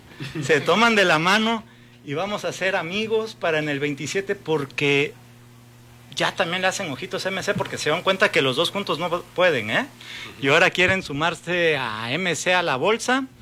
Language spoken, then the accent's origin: Spanish; Veracruz, Mexico; Digo, seré chismoso como buen jarocho, ¿no? Pregunto.